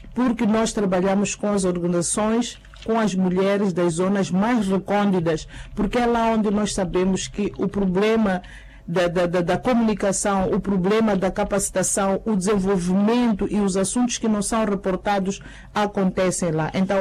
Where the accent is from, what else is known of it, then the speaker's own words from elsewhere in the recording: Xidenguele, Gaza, Mozambique; born there; Por acaso, Xidenguele é onde eu nasci